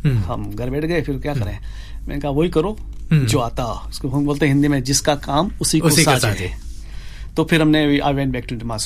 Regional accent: Rajasthan, India; मैं तो राजस्थान से हूँ मारवाड़ी खून है

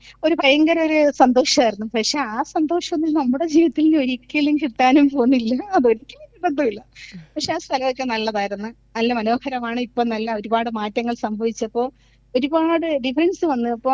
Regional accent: Kollam, Kerala, India; moved away; ഞാൻ വളർന്ന സ്ഥലത്തൂടെയൊക്കെ യാത്ര ചെയ്യുന്നതായിട്ട് കുറെ ലൊക്കേഷനുകളും കൊറേ കാണാത്ത എന്റെ ആ ലൊക്കേഷൻ മൊത്തം, അതായത് കൊല്ലത്തെ ലൊക്കേഷൻ മൊത്തം

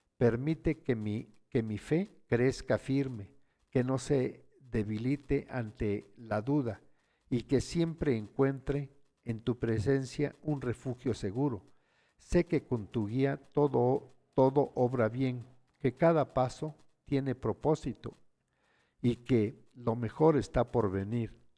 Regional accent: San Juan Yucuita, Oaxaca, Mexico; a la autoridad de mi pueblo, San Juan Yucuita

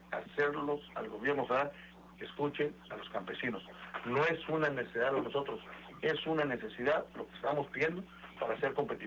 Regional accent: Estación Manuel, Tamaulipas, Mexico; de 28 pesos que estaba, hablo del precio de mi pueblo, Estación Manuel, hoy subió a 30 pesos el kilo.

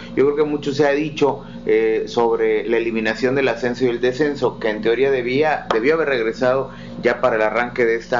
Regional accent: Mexico; como mexicanos siempre queremos estar y siempre queremos vernos representados

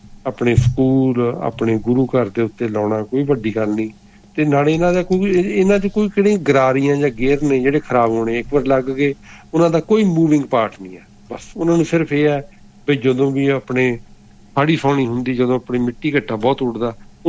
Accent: Jalandhar, Punjab, India; born or raised there

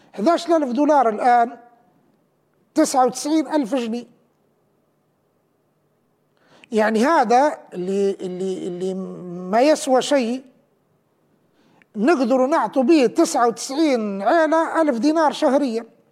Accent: Libya; احني بدل كلنا كليبيين كلنا واني منكم

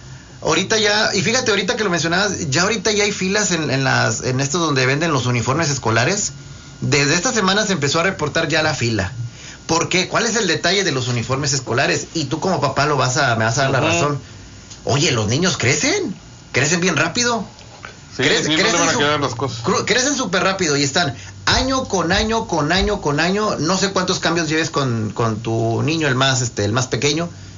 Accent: Mexico; estamos acostumbrados como buen mexicano siempre dejar todo para el último

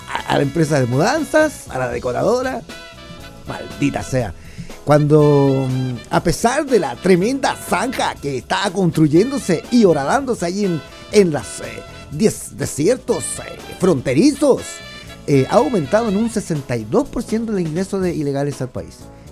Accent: Chile; esta celebración tan desmesurada que nos caracteriza como chilenos y chilenas

